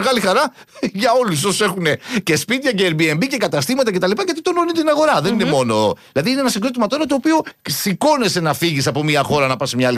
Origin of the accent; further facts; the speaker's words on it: Greece; δεν είναι μόνο ότι εμείς ως Έλληνες βλέπουμε και τα μεγάλα συγκροτήματα.